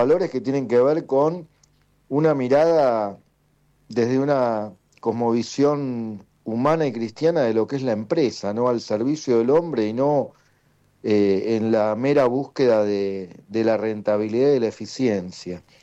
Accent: Buenos Aires, Argentina; porque nosotros somos de Floresta.

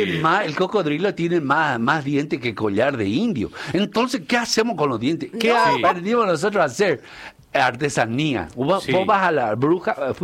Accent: Paraguay; Fuimos con un grupo de amigos de acá y dije, somos paraguayos y le venimos a avisar

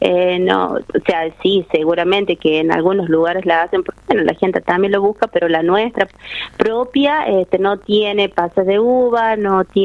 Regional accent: La Rioja, Argentina; nos caracteriza como riojanos la chaya.

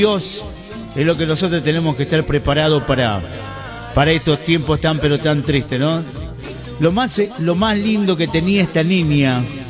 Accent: El Quebrachal, Salta, Argentina; nosotros lo que somos de Quebrachal

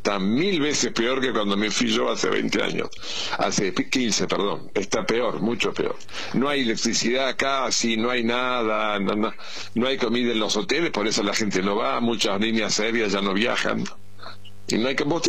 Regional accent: Argentina; tengo un gran problema de identidad como argentino y diplomático.

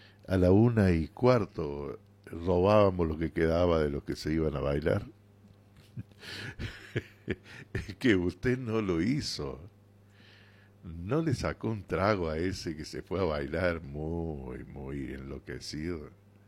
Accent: Córdoba, Argentina; Yo le hablo de Córdoba

